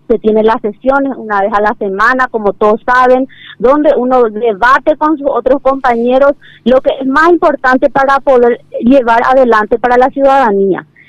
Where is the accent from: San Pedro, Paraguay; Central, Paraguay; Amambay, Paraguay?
Amambay, Paraguay; Pedro Juan Caballero; Soy abogada, soy hija de Pedro Juan Caballero, nacida, formada acá en la ciudad de Pedro Juan Caballero